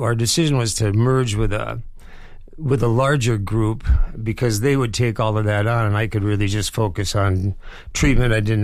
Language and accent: English; Decorah, Iowa, United States; Yeah, born and raised in Decorah, Les. My family, most of us are still here.